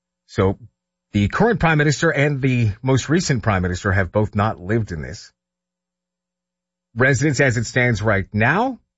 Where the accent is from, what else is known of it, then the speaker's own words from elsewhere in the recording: Canada; With so many competing visions, I sometimes wonder, what does being Canadian even mean anymore?